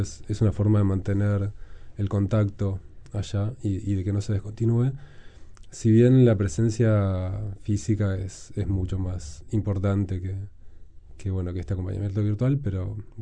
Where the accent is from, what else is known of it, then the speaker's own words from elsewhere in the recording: Uruguay; Diría que si tengo que elegir uno de los dos grupos, soy un uruguayo interesado y atento.